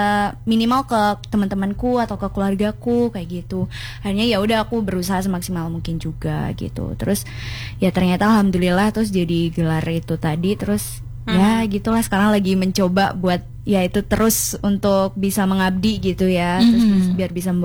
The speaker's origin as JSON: {"language": "Indonesian", "area": "Gondanglegi District", "region": "East Java", "country": "Indonesia", "said": "aku kan anak Kabupaten Nyol ya Kak ya. Dan aku tuh anak aku dari kecamatan yang namanya itu Kecamatan Gondanglegi."}